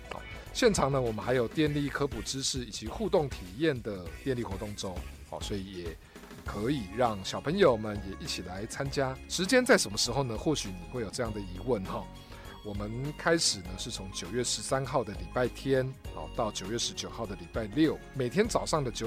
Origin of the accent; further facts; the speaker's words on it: Taitung County, Taiwan; 我们大家台东人